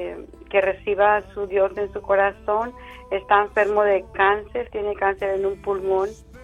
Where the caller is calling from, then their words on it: La Feria, Texas, United States; De la feria.